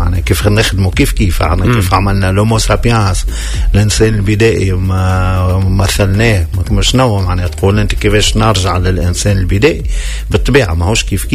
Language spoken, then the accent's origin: Arabic; Tunisia; السينما اللي عندنا في تونس